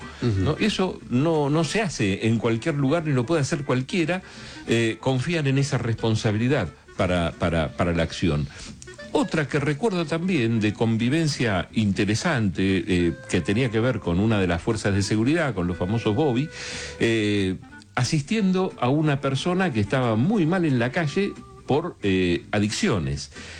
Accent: Argentina

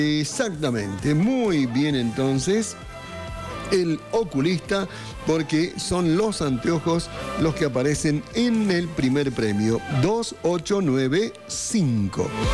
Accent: San Juan, Argentina; cuando era chico y vivía en Caningasta, en Barrial, concretamente.

